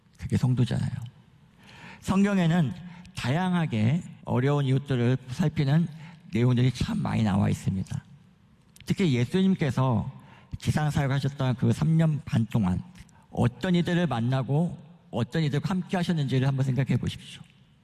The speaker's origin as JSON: {"language": "Korean", "town": "Uijeongbu", "region": "Gyeonggi Province", "country": "South Korea", "tie": "born or raised there", "moved": "as an adult", "lives_now": "Busan, South Korea", "said": "제가 장애인 교회를 의정부에 있을 때 7년 섬겼거든요. 제가 고향이 경기도 의정부입니다. 지금 혼자 이제 부산 내려와 살고 있는데"}